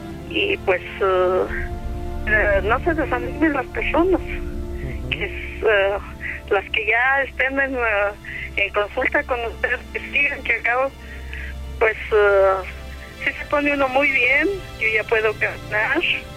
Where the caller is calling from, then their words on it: García de la Cadena, Zacatecas, Mexico; De García de la Cadena.